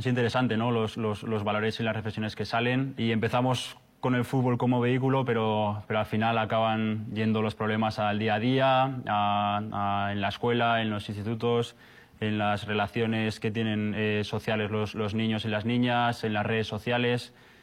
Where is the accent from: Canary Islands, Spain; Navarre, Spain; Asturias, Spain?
Navarre, Spain; moved away; Yo soy de Navarra